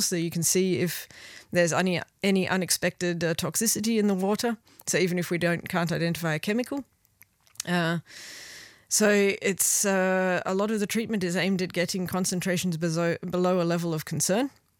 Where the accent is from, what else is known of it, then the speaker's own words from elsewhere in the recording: Perth, Western Australia, Australia; now in Luxembourg; When you're growing up in Perth, which is what I did